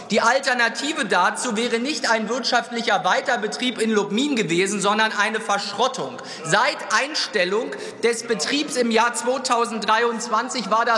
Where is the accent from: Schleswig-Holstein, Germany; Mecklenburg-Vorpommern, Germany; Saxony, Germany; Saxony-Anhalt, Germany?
Mecklenburg-Vorpommern, Germany; Mecklenburg-Vorpommern nicht einfach irgendein Punkt auf der Landkarte, sondern eine wichtige Gemeinde in meiner Heimatregion, ein wichtiger Energie- und Industriestandort mit Geschichte und auch mit großen Chancen